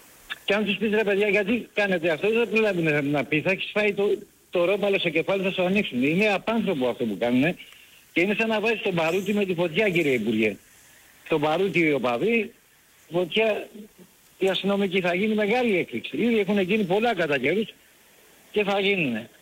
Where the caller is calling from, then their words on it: Piraeus, Attica, Greece; Έλα, Βαγγέλη … φίλε από Πειραιά.